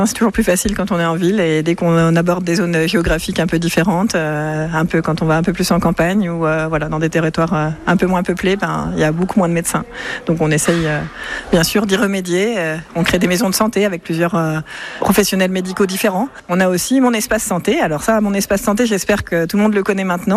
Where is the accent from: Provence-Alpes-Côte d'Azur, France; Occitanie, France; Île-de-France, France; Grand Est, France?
Grand Est, France; now in Isère, France; Pas du tout, je suis de Lorraine à la base.